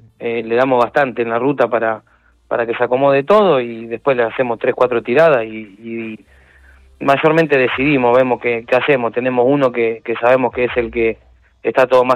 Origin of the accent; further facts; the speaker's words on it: La Plata, Buenos Aires Province, Argentina; born there; now in Berisso, Argentina; Yo, nacido en La Plata, vivo en Berizzo.